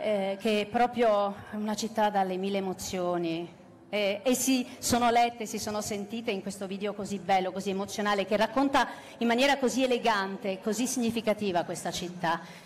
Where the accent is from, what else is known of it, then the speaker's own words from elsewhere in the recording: Naples, Campania, Italy; E io, da napoletana, sento un'emozione proprio difficile da raccontare.